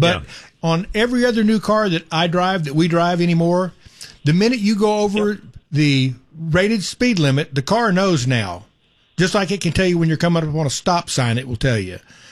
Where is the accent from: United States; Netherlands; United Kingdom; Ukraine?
United States; Dayton, Texas; I'm from Dayton, Texas, a little north of you.